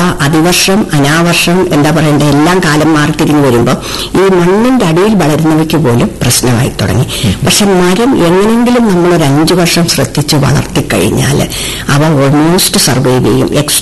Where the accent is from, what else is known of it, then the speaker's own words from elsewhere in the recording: Onattukara, Kerala, India; ഞങ്ങളുടെ ഓണാട്ടുകാരുടെ ആ ഒരു ബാക്ക്ഗ്രൗണ്ട്